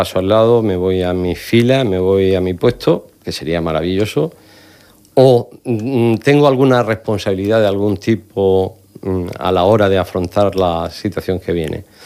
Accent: Murcia, Region of Murcia, Spain; de nacencia, soy sanantolinero, de la Plaza de San Ginés.

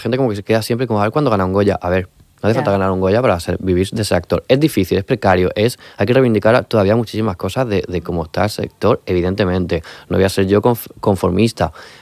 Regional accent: Region of Murcia, Spain; now in Madrid, Spain; yo cuando estaba en Madrid, en cualquier fiesta, en cualquier rodaje, en cualquier entorno, digo, soy de Murcia, me dicen, ah, pues yo conozco no sé quién

